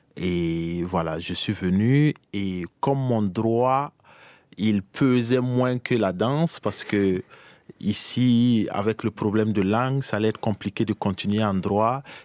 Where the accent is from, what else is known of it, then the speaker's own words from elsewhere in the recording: Burkina Faso; first language Mooré; French is a second language; moved away as an adult; also born or lived in Ouagadougou / Boutenga; now in Luxembourg; moi, même en tant que Burkinabé à Ouaga, j'ai fait mes études dans les capitales et dans les provinces.